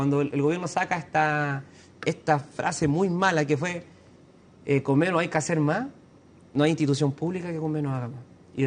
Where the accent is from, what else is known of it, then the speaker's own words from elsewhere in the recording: Chile; Y creo que hoy día eso no afecta como chilenos porque finalmente tampoco es mi idea como alcalde venir a CNN